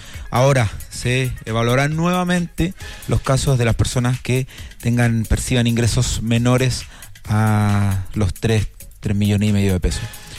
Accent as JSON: {"language": "Spanish", "country": "Chile"}